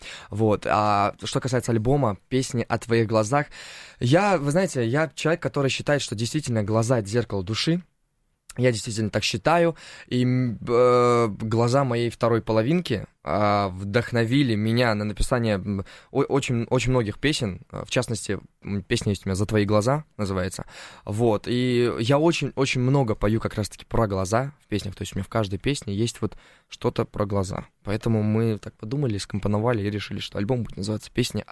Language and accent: Russian; Uzbekistan; also born or lived in Turkmenistan; Я вообще родился в Туркменистане, а вырос в Узбекистане. Но родина для меня Узбекистан, потому что я именно все мое осознанное детство прошло там.